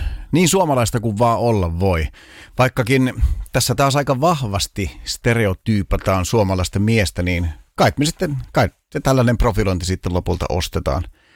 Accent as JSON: {"language": "Finnish", "town": "Alajärvi", "region": "South Ostrobothnia", "country": "Finland", "tie": "born or raised there", "said": "meillä Alajärvellä aikanaan silloin lapsuudessa"}